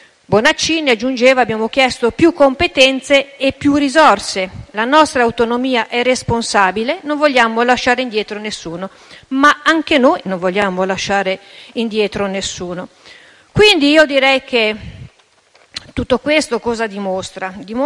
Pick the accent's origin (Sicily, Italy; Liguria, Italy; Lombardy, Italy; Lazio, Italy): Liguria, Italy; per quanto mi riguarda, da ligure